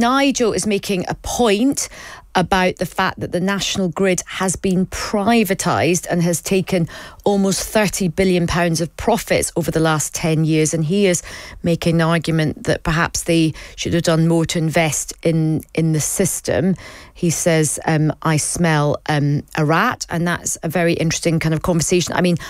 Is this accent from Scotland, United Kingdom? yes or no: yes; Scotland, United Kingdom; I'm Scottish. I'm very proud of Aberdeen and the oil and gas jobs there.